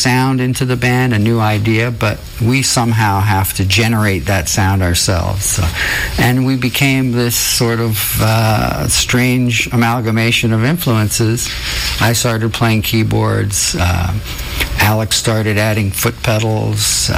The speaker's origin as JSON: {"language": "English", "country": "Canada", "said": "The curse of being Canadian is being nice, right?"}